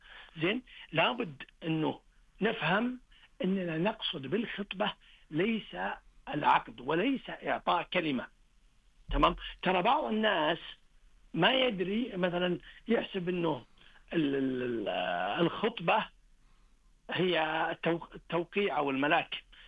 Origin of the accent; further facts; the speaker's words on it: Saudi Arabia; كمسلمين، كعرب، كسعوديين.